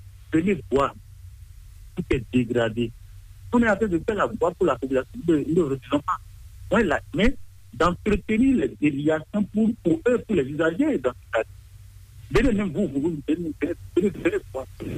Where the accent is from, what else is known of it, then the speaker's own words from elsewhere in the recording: Benin; Alors, nous sommes béninois, nous sommes plus béninois. Et nous sommes fiers d'être béninois.